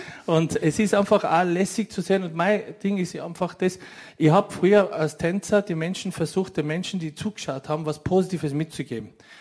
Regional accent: Innsbruck, Tyrol, Austria; Ich bin im Z6 im Jugendzentrum aufgewachsen. Und 1994, also ich bin 77 geboren

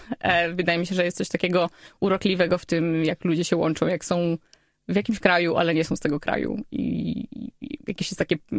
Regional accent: Warsaw, Masovian Voivodeship, Poland; ona z Lublina, ja z Warszawy, no i pojechałyśmy w tą podróż razem

